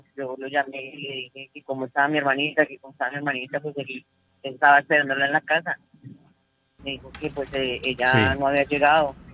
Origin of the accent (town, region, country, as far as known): Bogotá, Colombia